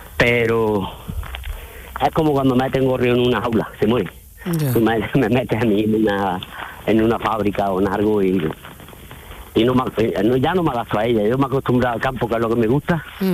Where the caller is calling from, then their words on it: Lucena, Andalusia, Spain; Aquí en Lucena estoy